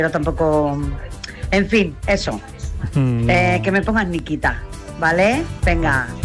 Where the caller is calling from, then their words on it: Yecla, Region of Murcia, Spain; Ya estoy aquí en Yecla.